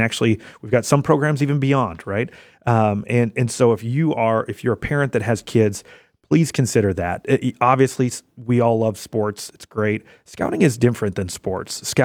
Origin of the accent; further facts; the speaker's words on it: Minot, North Dakota, United States; I remember I grew up in Minot, and we got in a car with a bunch of scout moms and scout dads, and we drove all the way across North Dakota, and I still remember it.